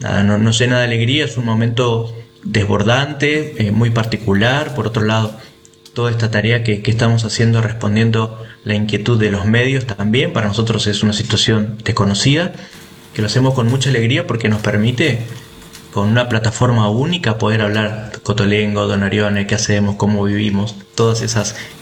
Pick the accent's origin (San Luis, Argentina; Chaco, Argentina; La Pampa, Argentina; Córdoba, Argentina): Chaco, Argentina; Barranqueras; Yo soy de Barranqueras.